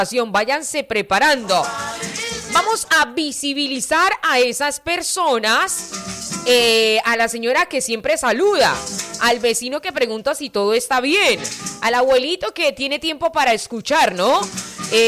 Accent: Colombia

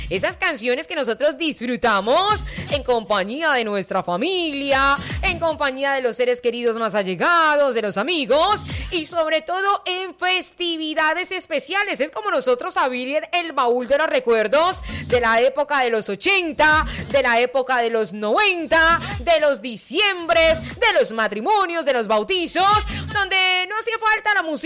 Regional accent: Colombia; que también nos representan a nosotros como colombianos.

